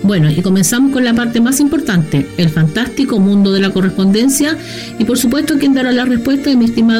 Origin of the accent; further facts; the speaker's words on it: Hualañé, Maule, Chile; nací el 7 de julio y soy de Gualañé.